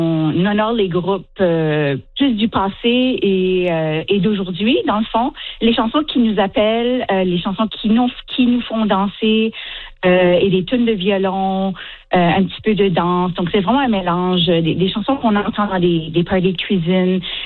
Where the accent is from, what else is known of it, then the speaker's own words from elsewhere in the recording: Charlottetown, Prince Edward Island, Canada; c'est vraiment un grand honneur pour moi de jouer aujourd'hui, le 15 août, Charlottetown, là où j'ai grandi.